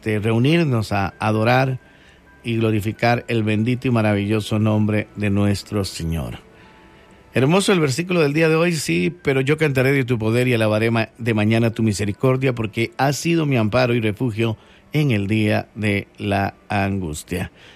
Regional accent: Costa Rica

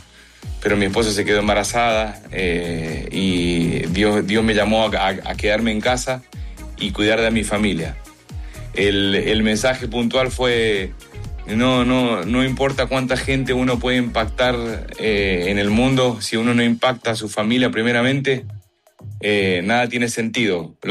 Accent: Mendoza, Argentina; now in Miami, United States; Bueno, soy argentino de la ciudad de Mendoza, vivo aquí en Miami ya hace 25 años.

